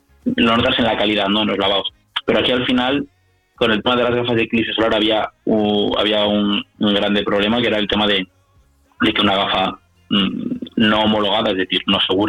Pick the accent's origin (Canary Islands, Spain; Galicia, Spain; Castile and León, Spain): Castile and León, Spain; Lodoso; esto surge el verano pasado en mi pueblo, en Lodoso. Ahí hay un observatorio astronómico y fui una noche de verano con mi madre a ver a mi abuela, que vive allí